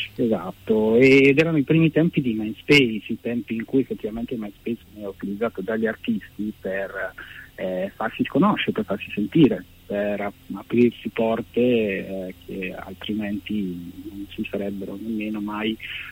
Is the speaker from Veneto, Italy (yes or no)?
no; Milan, Lombardy, Italy; born there; L'Italia, sono nato a Milano.